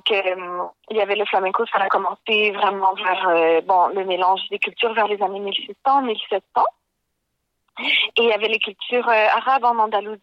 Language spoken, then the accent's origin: French; Montreal, Quebec, Canada; Bon, je viens de Diodiaque, Montréal, et je suis flamenco depuis près de 5 ans.